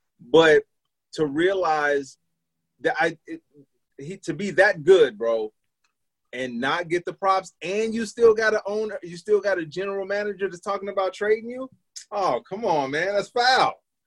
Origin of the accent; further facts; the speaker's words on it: Chicago, Illinois, United States; Dude, and when they find out I'm from Chicago, they'll be like, oh, what do you think about the Sox or the Cubs?